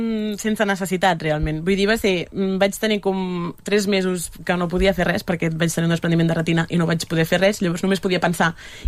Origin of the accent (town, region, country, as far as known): Cambrils, Catalonia, Spain